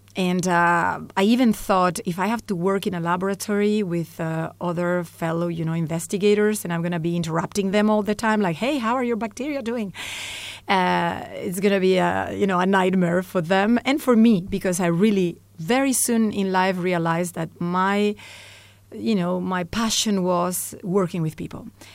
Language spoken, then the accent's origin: English; Spain; English is a second language; moved away as an adult; also born or lived in Copenhagen / United States / Brussels; now in Sant Just Desvern, Spain; So I'm originally from Spain, but I've lived in different places. I studied biology. I lived in Copenhagen. I lived in the U.S. for a long time, I think around 10 years, where my first son was born. I also lived in Brussels for almost